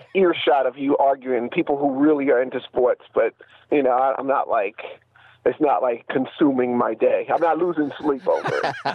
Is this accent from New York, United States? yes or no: yes; New York, United States; because I'm from New York, I would like to see the Mets win.